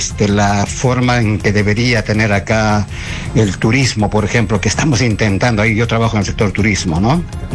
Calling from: Pichari, Cusco, Peru

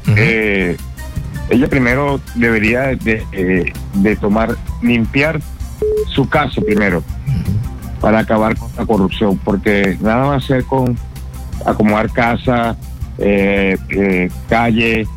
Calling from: Lima, Peru; lo llamo de Chorrillo, de Lima.

